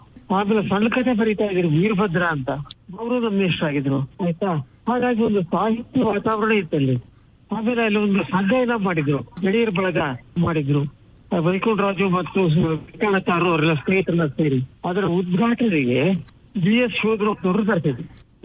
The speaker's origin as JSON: {"language": "Kannada", "town": "Chitradurga", "region": "Karnataka", "country": "India", "tie": "born or raised there", "said": "ಆರಂಭ ಆಗಿದ್ದು ನಮ್ಮ ಹಳ್ಳಿಯಲ್ಲಿ, ಆದ್ರೆ ನಿಜವಾಗ್ಲೂ ನಾನು ಯೌವನ ಪ್ರವೇಶ ಮಾಡಿದ್ದು, ಹರಿಯ ಪ್ರವೇಶ ಮಾಡಿದ್ದು ದುರ್ಗದಲ್ಲಿ."}